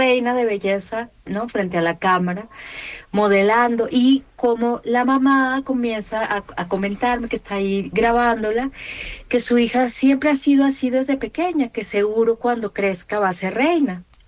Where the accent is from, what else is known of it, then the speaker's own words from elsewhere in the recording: Mexico; moved away as an adult; now in Colombia; Yo soy mexicana, pero llevo, yo creo que ya 18 años viviendo en este país.